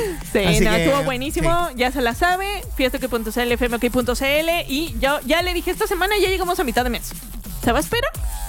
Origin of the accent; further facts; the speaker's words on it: Mexico; Además tengo familia ya, como buena mexicana.